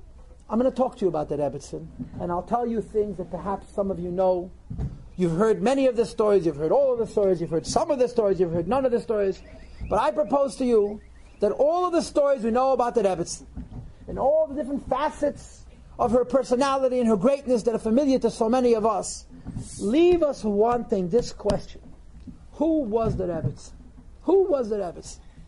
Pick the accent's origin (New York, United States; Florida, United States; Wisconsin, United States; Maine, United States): New York, United States; Crown Heights; born or raised there